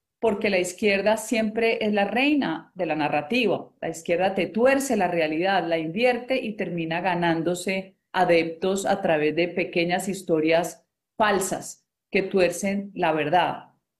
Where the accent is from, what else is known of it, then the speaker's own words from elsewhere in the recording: Cali, Valle del Cauca, Colombia; el suroccidente colombiano, de donde soy yo y mi familia, en Cali